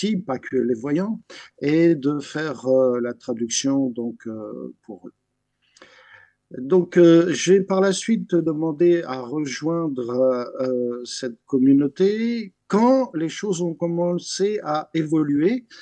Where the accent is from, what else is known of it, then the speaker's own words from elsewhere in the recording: France; Je suis né, j'ai grandi en France, mais chaque année, j'allais passer l'été donc